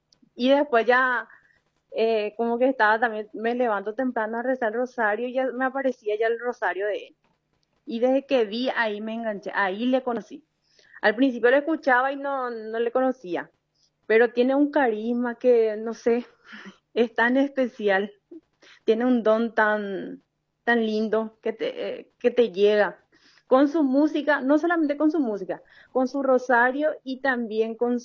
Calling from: Juan E. O'Leary, Alto Paraná, Paraguay; yo soy de Juan Oleari. Estoy a, ¿cómo se dice?, a frontera de, al límite de Alto Paraná y Caaguazú. Y yo me fui a Ciudad del Este.

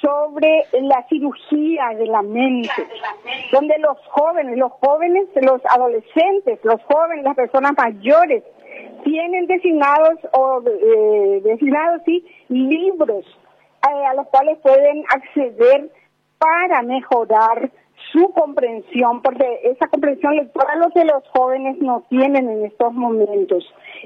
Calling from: Paraguay; todos los paraguayos

